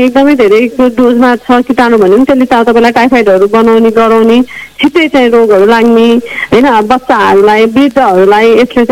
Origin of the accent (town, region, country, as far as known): Kathmandu, Bagmati, Nepal; born there